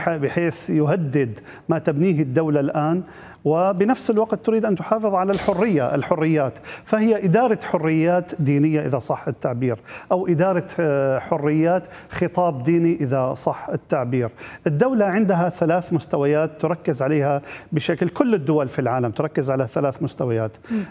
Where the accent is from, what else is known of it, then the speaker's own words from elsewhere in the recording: Syria; عندنا في سوريا كما صرح السيد الرئيس أكثر من مرة